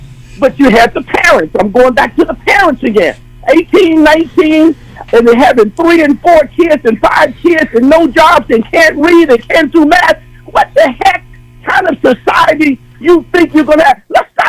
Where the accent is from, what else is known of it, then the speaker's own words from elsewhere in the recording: Arkansas, United States; I'm 73. I grew up in Arkansas.